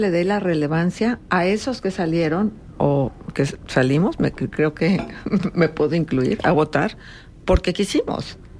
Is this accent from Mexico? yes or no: yes; Coahuila, Mexico; una población como la de Coahuila, que tampoco es que sea tan densamente poblado nuestro estado.